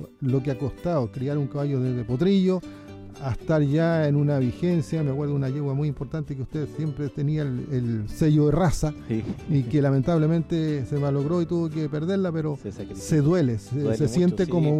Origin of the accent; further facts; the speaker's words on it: Colina, Santiago Metropolitan Region, Chile; nosotros como Colina